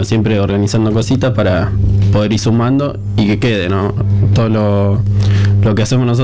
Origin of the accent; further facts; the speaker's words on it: Rosario, Santa Fe, Argentina; Yo soy de Rosario